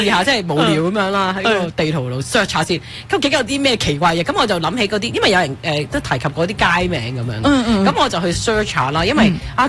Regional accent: Canada; 我哋作为加拿大人

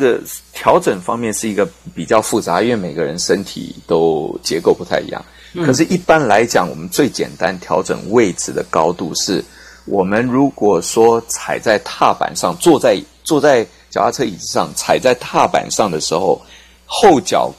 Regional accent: China; 他其实我们中国人也有约骑啦

